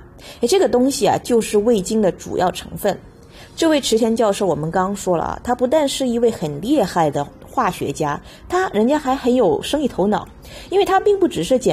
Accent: China; 我们中国人

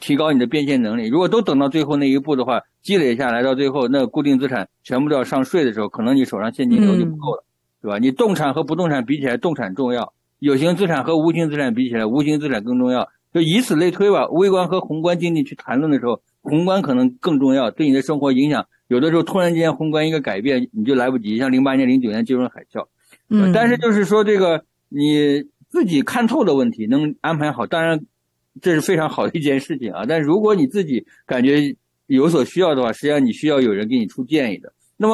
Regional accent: China; moved away

